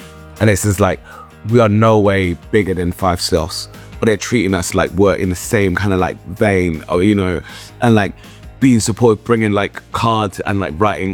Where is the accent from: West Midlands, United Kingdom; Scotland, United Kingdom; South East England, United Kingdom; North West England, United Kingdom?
South East England, United Kingdom; Surrey; also born or lived in South London; my mum moved us to Surrey. So my early development was in Surrey. Like I grew up and I found myself all in Surrey. And Surrey's like just on the outskirts of London.